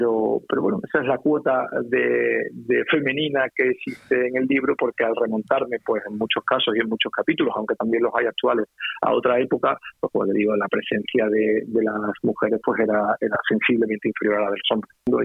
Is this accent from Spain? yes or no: yes; Córdoba, Andalusia, Spain; yo me he criado en Córdoba, no siendo cordobés, pero yo me he criado en Córdoba